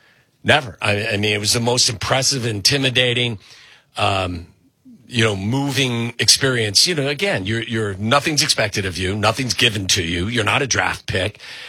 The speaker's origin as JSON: {"language": "English", "town": "Cincinnati", "region": "Ohio", "country": "United States", "tie": "born or raised there", "said": "I mean, as a kid growing up in Cincinnati, I wanted to be a professional baseball player, but I wasn't good enough."}